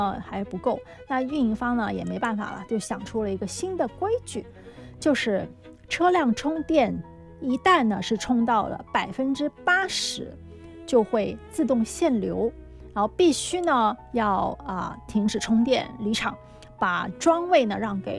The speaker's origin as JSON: {"language": "Chinese", "region": "Guangdong", "country": "China", "said": "我们广东人"}